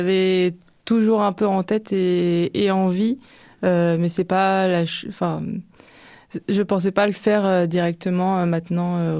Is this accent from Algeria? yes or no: no; La Hague, Normandy, France; moved away as an adult; also born or lived in Lyon / Tours; Je viens de la Manche, de la Hague même, et j'ai dû partir comme beaucoup de jeunes de mes études, pour les études de la Manche. Et donc j'ai dû partir dans plusieurs endroits de la France, Lyon, Tours, etc.